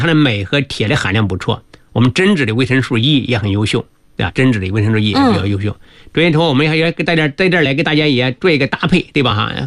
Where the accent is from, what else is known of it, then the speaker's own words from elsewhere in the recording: Hubei, China; 我们湖北不有襄阳牛肉面